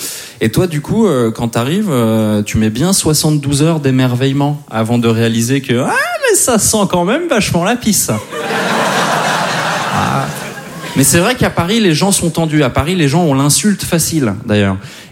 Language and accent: French; Switzerland; born there; Mais je suis né en Suisse, effectivement. En revanche, comme beaucoup de Suisses, je ne suis pas que Suisse. Je suis petit-fils d'immigrés, petit-fils de réfugiés